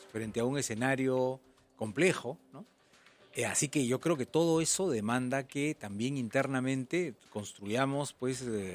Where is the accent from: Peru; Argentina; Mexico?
Peru; todos somos peruanos